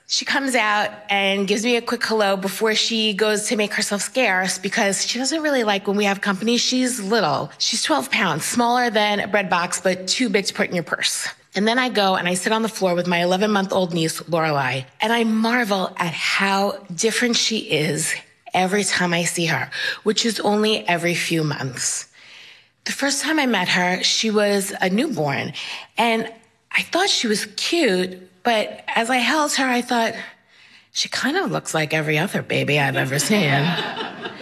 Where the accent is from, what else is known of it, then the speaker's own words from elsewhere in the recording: Queens, New York, United States; I'm from Queens, New York, and I'm a storyteller.